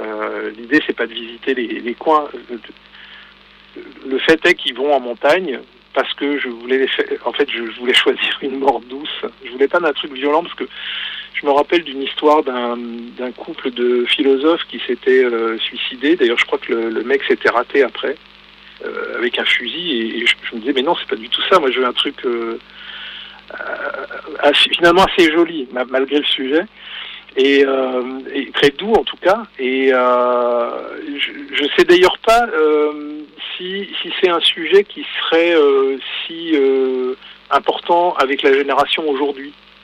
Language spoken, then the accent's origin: French; Brittany, France; Moi, je suis pas quelqu'un de la montagne. Je viens de Bretagne